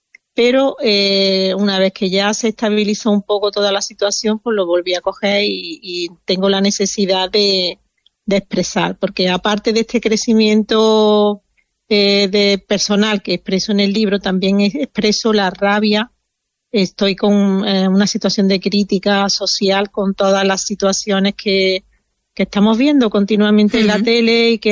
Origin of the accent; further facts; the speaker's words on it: Andalusia, Spain; moved away; más de donde yo vivo en este momento, que también hay naturaleza.